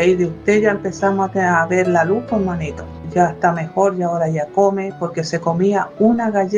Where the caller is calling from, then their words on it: Limache, Valparaíso, Chile; De Limache.